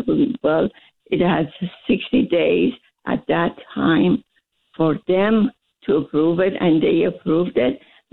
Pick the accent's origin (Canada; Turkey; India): Turkey; now in United States; Yes, Turkey.